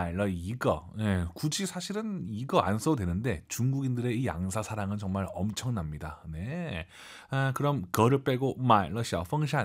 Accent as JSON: {"language": "Korean", "country": "South Korea", "said": "우리 한국인 입장에서는"}